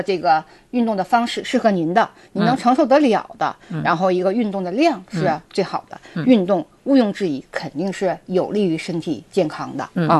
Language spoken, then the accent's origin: Chinese; Northeast China, China; 咱们东北人的习惯呢是夜间吃的很好